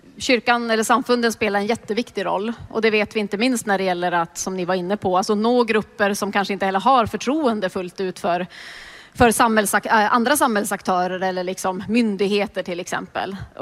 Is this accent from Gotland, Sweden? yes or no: no; Luleå, Norrbotten County, Sweden; Jag har ju sportat mycket som barn, mycket tennisklubben i Luleå hängde jag mycket med